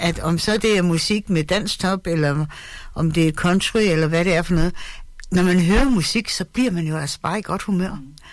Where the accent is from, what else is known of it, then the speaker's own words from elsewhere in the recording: Fredericia, Region of Southern Denmark, Denmark; Jeg er jøde, ja. Jeg er fra Fredericia.